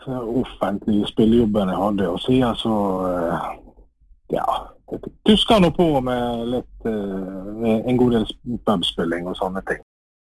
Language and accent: Norwegian; Valderøya, Møre og Romsdal, Norway; Jeg er sunnmøring. Født og oppvokst på Valderøya.